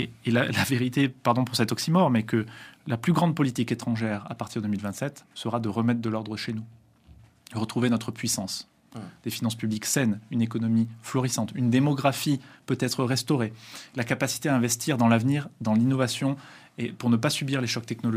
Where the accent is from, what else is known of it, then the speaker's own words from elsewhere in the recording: France; Donc, un espèce de décalage entre cette logique de puissance qui nous a construite en tant que Français